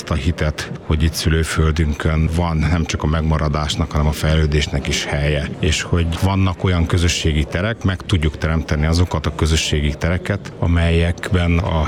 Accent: Partium, Romania; én partiumiként

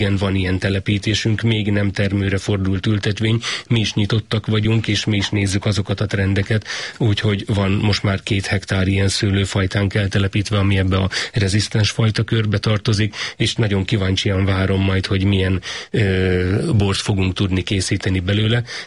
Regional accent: Tapolca, Veszprém County, Hungary; born there; also born or lived in Budafok; now in Eger, Hungary; Hát Tapolcán születtem

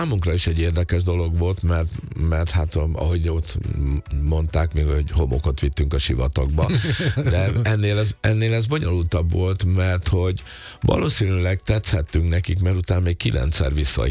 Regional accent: Hungary; mi meg erősködtük, hogy de mi magyar gyerekek vagyunk

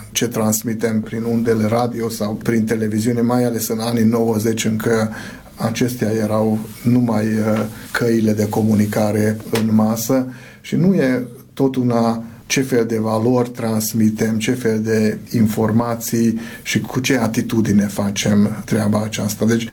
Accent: Gyula, Békés, Hungary; moved away as an adult; also born or lived in Szeged

